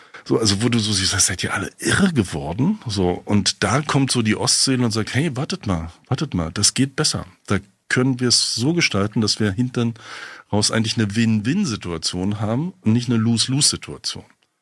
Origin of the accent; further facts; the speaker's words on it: East Germany, Germany; Also als Ossi, so wie ich hier sitze, habe ich keine Angst davor.